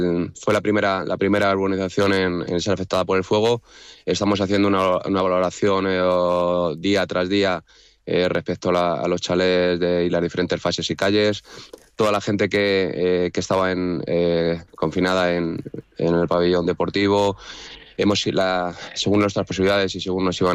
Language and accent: Spanish; Community of Madrid, Spain; que somos de aquí, de nuestro municipio, digamos que nuestro municipio, que es un pueblo verde, que somos la Huerta de Madrid